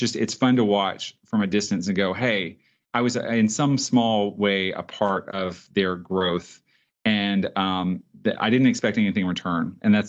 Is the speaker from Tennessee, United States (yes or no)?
yes; Memphis, Tennessee, United States; I grew up in Memphis.